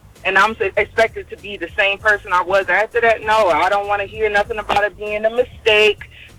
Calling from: Baltimore, Maryland, United States; from Baltimore.

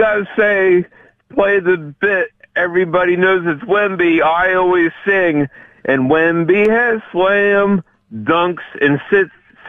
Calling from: Harrisburg, Pennsylvania, United States; Yes, I'm from Harrisburg, Pennsylvania, not Pennsylvania.

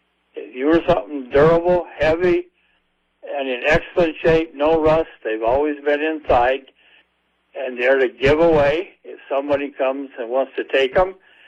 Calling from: Aberdeen, South Dakota, United States; I'm calling from Aberdeen

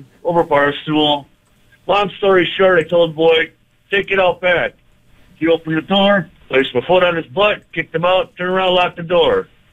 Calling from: Milwaukee, Wisconsin, United States

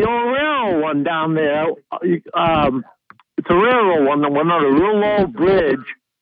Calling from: Chenango Forks, New York, United States; in Shenango Forks.

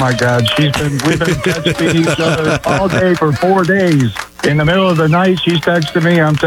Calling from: Coal City, Illinois, United States; I'm calling from Coal City, Illinois.

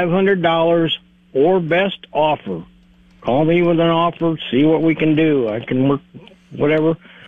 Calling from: Iowa, United States; I'm from Wingrove, Iowa.

